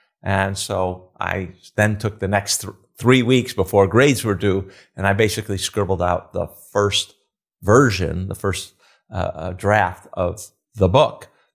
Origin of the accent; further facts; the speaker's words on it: Chicago, Illinois, United States; I said that I was from Chicago. We actually grew up in the city round about the same time. He was on the south side. I was on the north side.